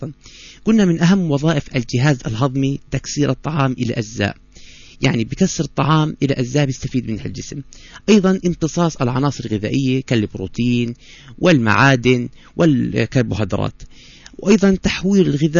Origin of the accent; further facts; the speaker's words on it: Jordan; احنا اليوم اصبحنا بنعاني في مجتمعنا الاردني